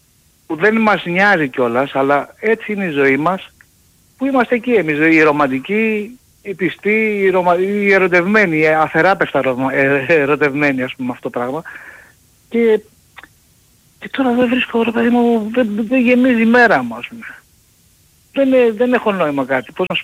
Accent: Paiania, Attica, Greece; είμαι από την Παιανία.

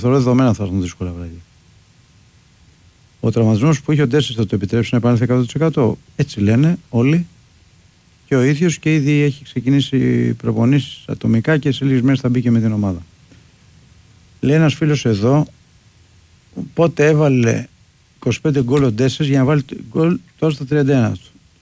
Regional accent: Heraklion, Crete, Greece; Είμαι και από το Ηράκλειο.

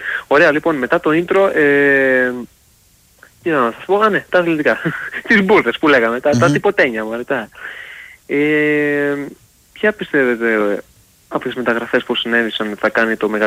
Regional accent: Chania, Crete, Greece; now in Thessaloniki, Greece; Όχι, κανονικά είμαι από Χανιά. Αυτή τη στιγμή ομιλώ από Χανιά. Τις περισσότερες φορές θα με ακούτε από Θεσσαλονίκη.

